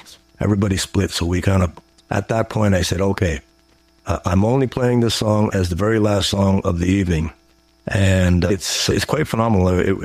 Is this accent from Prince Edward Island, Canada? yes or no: yes; Rustico, Prince Edward Island, Canada; It was in my hometown of Rustica, where I'm talking to you from today